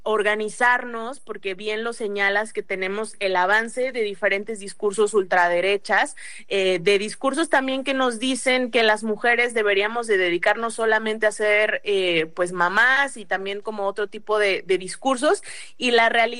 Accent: Puebla, Mexico; Puebla, que es de donde yo soy

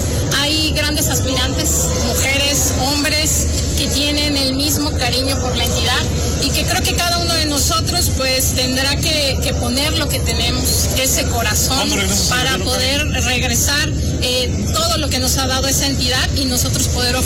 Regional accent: Guerrero, Mexico; born there; una entidad que es la que me vio nacer

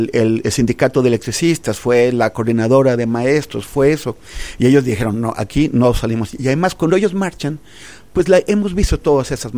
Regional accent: Mexico; O sea, nosotros como mexicanos, los franceses como franceses, los italianos pueden tener una ideología de derecha, de izquierda

